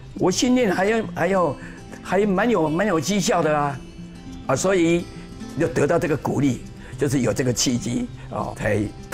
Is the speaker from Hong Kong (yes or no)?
no; Changhua County, Taiwan; born there; now in Taipei, Taiwan; 我的出生地在彰化县，我今年已经83岁了，